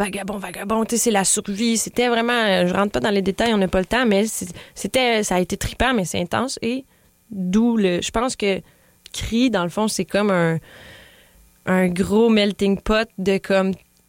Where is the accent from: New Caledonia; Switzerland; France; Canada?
Canada; on était 4 filles canadiennes